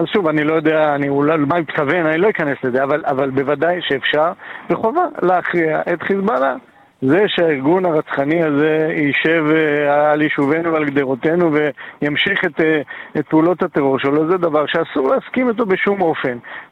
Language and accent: Hebrew; Golan Heights, Northern District, Israel; אני גר ברמת הגולן, רמת הגולן הייתה אזור סורי ששלט על עמק הירדן במשך שנים, וגר, נולדתי שם וגדלתי שם